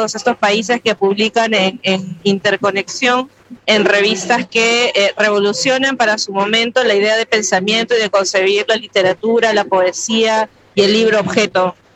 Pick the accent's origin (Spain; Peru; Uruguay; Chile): Peru; lo que somos como peruanos y peruanas